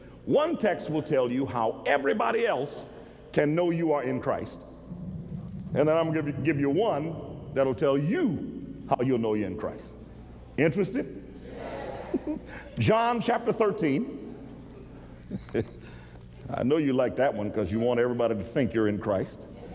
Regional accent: Mobile, Alabama, United States; moved away; I go back to my hometown. I was born in Mobile, Alabama.

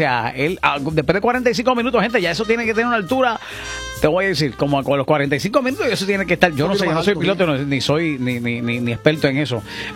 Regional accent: Puerto Rico; como somos los puertorriqueños

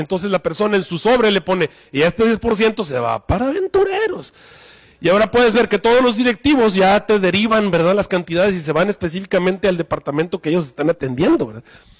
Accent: Mexico; now in United States; Yo crecí en México.

